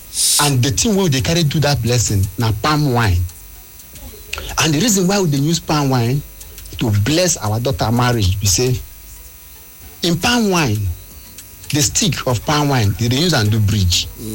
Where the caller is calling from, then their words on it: Ebonyi, Nigeria; I come from Amasre, Afikbo, North local government area of Ebonyi State